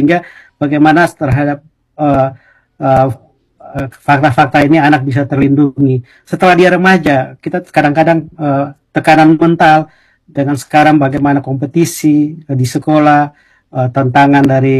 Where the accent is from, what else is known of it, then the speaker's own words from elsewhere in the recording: Surabaya, East Java, Indonesia; Pokoknya kampung saya Surabaya lah.